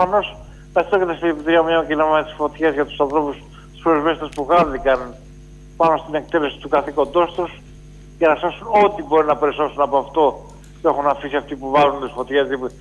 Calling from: Piraeus, Attica, Greece; από το Πειραιά.

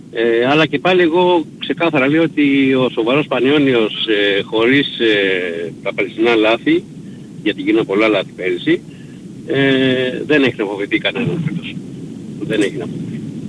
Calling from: Chalkida, Central Greece, Greece; Εγώ σήμερα είμαι από Χαλκίδα, τώρα γυρνάω, επιστρέφω πίσω

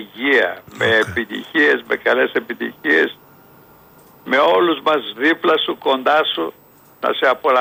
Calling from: Athens, Attica, Greece; ως Αθηναίοι να παραμένουμε στην Αθήνα

